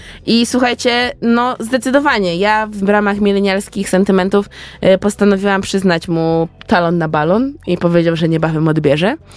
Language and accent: Polish; Warsaw, Masovian Voivodeship, Poland; No, mówię to dlatego, że z Żoliborza i ja po prostu jestem lokalną patriotką i będę wspierać Żoliborzan.